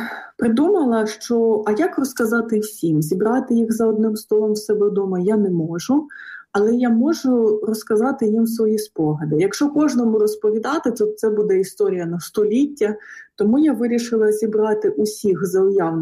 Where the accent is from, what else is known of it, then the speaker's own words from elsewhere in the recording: Luhansk Oblast, Ukraine; були друзі, які ніколи не були на Донбасі, саме в Донецьку і саме на Луганщині, Центроцитівський район, звідки я родом.